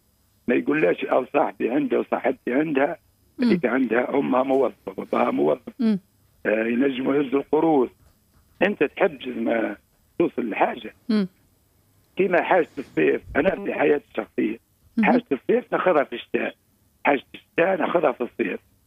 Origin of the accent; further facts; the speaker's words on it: southern Tunisia, Tunisia; تربينا في الجنوب